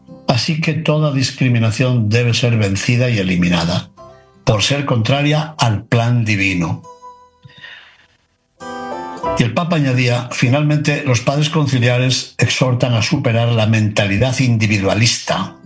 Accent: Spain; Sí, yo soy español, y es verdad, pero soy y formo parte de un proyecto divino

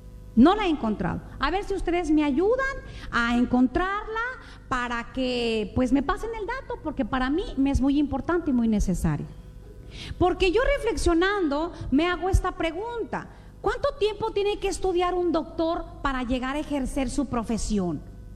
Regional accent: Mexico; moved away

